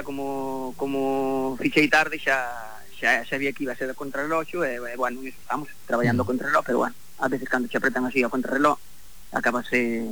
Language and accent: Galician; Boiro, Galicia, Spain; Para mí non me veía nada mal, porque eu son de Boiro.